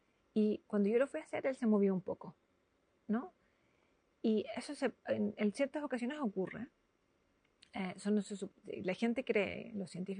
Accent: Chile; Yo soy chilena.

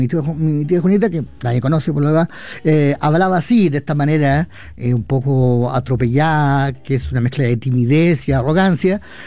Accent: Chile; accent: Chilean; Tengo un acento un poquito como de italiano, digamos, quiero creer yo, para no tener acento chileno.

